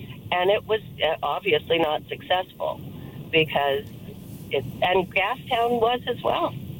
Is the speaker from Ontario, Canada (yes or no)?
no; Vancouver, British Columbia, Canada; now in Victoria, Canada; Vancouver's my hometown, although I live in Victoria now.